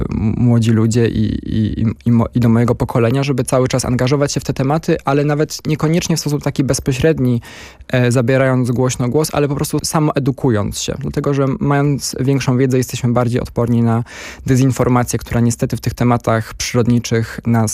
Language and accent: Polish; Łódź, Łódź Voivodeship, Poland; Ja jestem z Łodzi, więc faktycznie na szczęście mam taką możliwość, że mieszkam na obrzeżach miasta